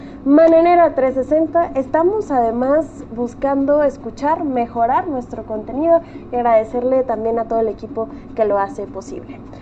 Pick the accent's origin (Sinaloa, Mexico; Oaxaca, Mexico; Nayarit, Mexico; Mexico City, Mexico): Nayarit, Mexico; moved away; Yo le quiero mandar un saludo a mi tierra cálida de Nayarit